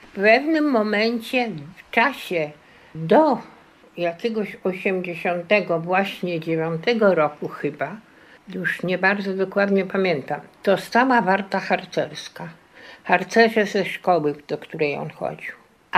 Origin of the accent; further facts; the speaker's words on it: Vilnius, Vilnius County, Lithuania; moved away; To znaczy, ja jestem z Wilna. Myśmy przyjechali z Wilna w 1946 roku.